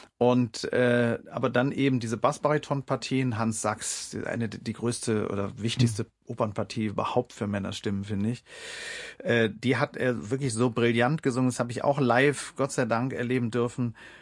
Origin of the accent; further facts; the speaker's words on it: West Germany, Germany; Ich bin ja im Westen groß geworden.